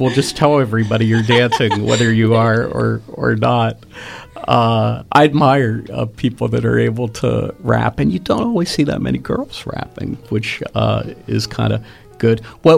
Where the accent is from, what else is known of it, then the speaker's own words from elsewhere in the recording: Churchill, Pennsylvania, United States; also born or lived in Edgewood; I used to live in Edgewood, and I grew up in Churchill, not too far from you.